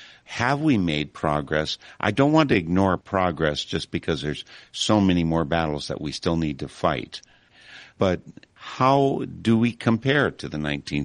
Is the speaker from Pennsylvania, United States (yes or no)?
no; Wisconsin, United States; with a Wisconsin senator, by the way, Senator Gaylord Nelson, from my home state, was the one who kind of was the force behind it.